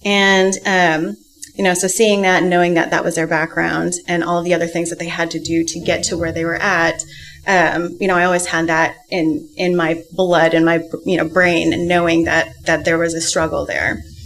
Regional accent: West Coast, United States; also born or lived in Ohio; And I was born in Ohio. So I was born a Midwesterner, but I was raised on the West Coast.

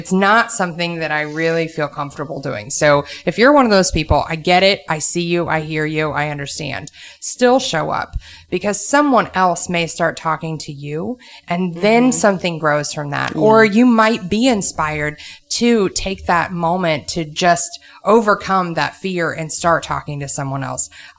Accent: Posey County, Indiana, United States; now in Evansville, United States; when I grew up in Posey County

